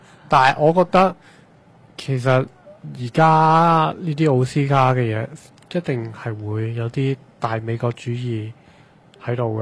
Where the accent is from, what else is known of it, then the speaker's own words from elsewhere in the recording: Canada; 但系作為一個加拿大人咧，我都鋪咗光嘅。